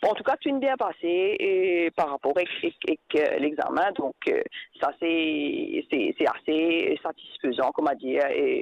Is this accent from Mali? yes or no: no; Rodrigues, Mauritius; accent: Rodrigues Creole; first language Rodrigues Creole; French is a second language; Créole Rodrigue, qui est ma langue maternelle